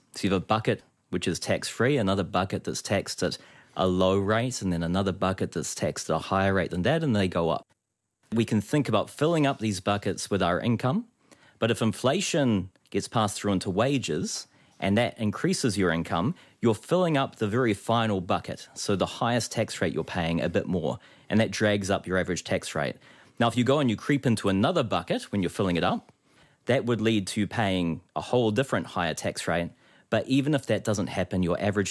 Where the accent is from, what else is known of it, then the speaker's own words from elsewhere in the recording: New Zealand; accent: Kiwi; Apologies for my Kiwi accent.